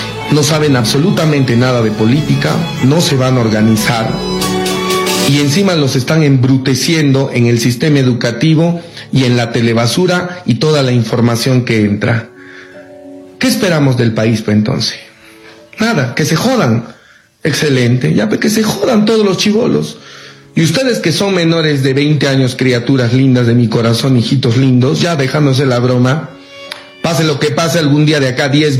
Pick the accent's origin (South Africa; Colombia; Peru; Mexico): Peru